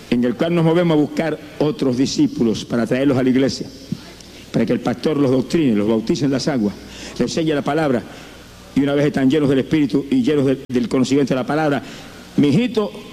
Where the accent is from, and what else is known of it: Camuy, Puerto Rico; born or raised there